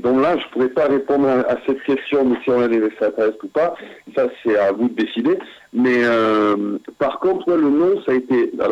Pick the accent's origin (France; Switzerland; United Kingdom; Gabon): United Kingdom; Scotland; accent: Scottish; mon accent écossais qui varie sort de temps en temps dans les paroles, ça aide pas aussi.